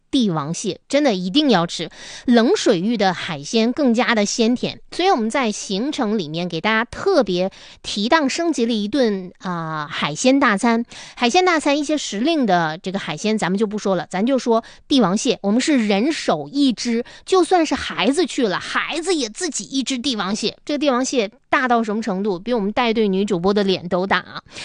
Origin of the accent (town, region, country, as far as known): Northeast China, China; now in Harbin, China